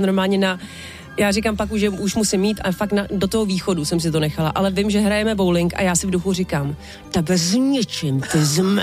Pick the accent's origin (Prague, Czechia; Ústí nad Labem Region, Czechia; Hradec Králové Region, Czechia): Prague, Czechia; já jsem vyrůstala sídliště Řepy v Praze.